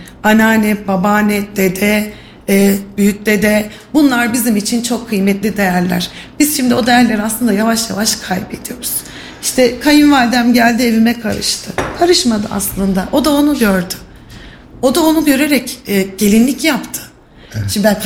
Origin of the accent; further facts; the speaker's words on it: Kayseri, Turkey; Yeni evliyim. Ben de Kayseri'nin yerlisiyim. Eşim de Kayseri'nin yerlisi.